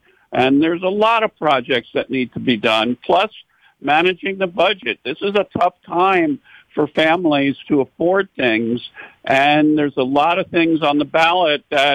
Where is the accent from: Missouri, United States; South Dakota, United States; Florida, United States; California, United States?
Florida, United States; North Miami Beach; I grew up in North Miami Beach. I was there since I'm 6 months old, and I participated in Optimist my whole life